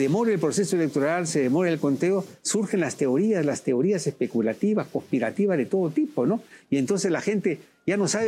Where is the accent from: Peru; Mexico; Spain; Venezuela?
Peru; lo vamos a pagar nosotros, todos los peruanos.